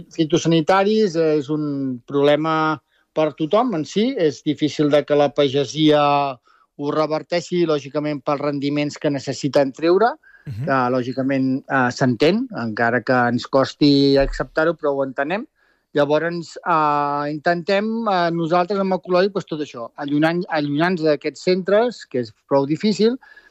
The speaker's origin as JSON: {"language": "Catalan", "town": "Sant Pere de Vilamajor", "region": "Catalonia", "country": "Spain", "said": "Avui aquí a Sant Pere de Vilamajor, d'on soc jo, soc d'aquí del Montseny"}